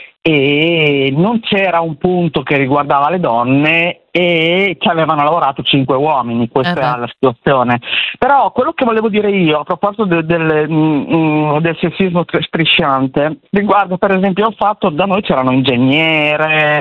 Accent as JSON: {"language": "Italian", "town": "Bologna", "region": "Emilia-Romagna", "country": "Italy", "said": "Io sono di Bologna, uh-huh."}